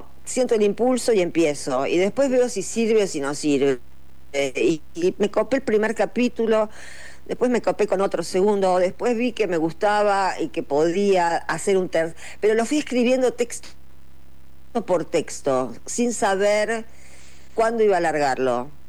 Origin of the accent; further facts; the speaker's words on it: Quilmes, Buenos Aires Province, Argentina; yo soy de Quilmes. Me quedaba igual venir a Buenos Aires o ir a La Plata.